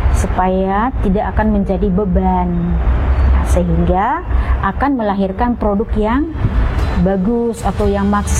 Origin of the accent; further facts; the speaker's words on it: Central Sulawesi, Indonesia; Akhirnya saya berpikir, bagaimana sih caranya supaya orang mengenal nih daerah saya? Itu saya timbulkan dengan membuat batik dengan motif dari sana. Sehingga lahirlah Batik Mori Sulawesi Tengah.